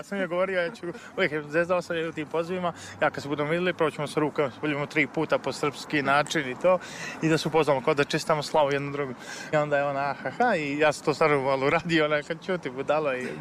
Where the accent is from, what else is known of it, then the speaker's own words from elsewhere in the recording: Zlatibor, Zlatibor District, Serbia; Ja sam sa Zlatibora, prvo sam tražio to u Užicu